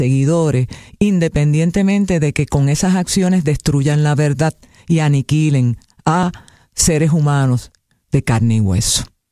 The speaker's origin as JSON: {"language": "Spanish", "country": "Puerto Rico", "said": "eso me enorgullece como puertorriqueña."}